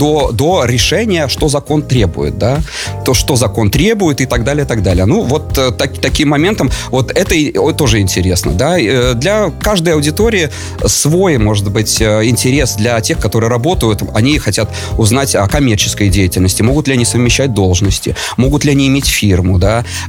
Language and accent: Russian; Rēzekne, Latgale, Latvia; now in Riga, Latvia; вот город Резекне, да, я из Резекне, и вот я часто приезжаю туда, у меня родители живут там